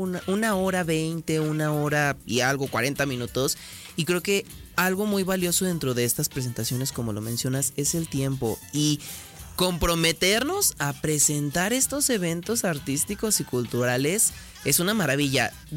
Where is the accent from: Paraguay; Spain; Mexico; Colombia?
Mexico; Aguascalientes; born there; la traemos tatuada desde que decimos somos hidrocálidos. Así es. Nacimos en Aguascalientes.